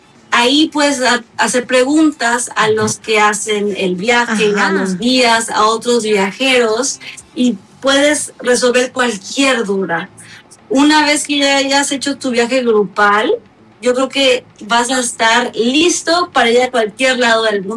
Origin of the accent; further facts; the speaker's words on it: Mexico; also born or lived in Spain; Soy mexicana y española.